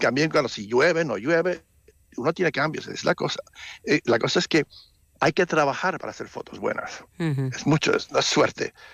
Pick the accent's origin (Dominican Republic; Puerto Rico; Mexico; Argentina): Puerto Rico; moved away; Yo fui criado en Puerto Rico, ahí tenían fiestas patronales, y para mí, como no vivo en un sitio que tiene fiestas así